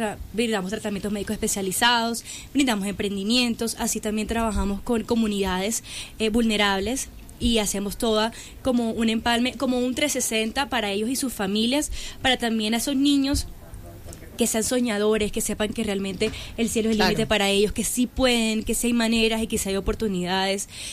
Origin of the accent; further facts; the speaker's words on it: Barranquilla, Atlántico, Colombia; la barranquillera, de verdad, uno aprende primero a bailar.